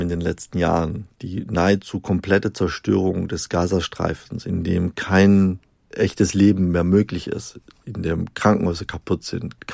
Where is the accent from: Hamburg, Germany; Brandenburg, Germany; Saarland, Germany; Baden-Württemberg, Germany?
Baden-Württemberg, Germany; Stuttgart; In der Automobilindustrie, ich komme ja aus Stuttgart, das ist ein ganz großes Thema.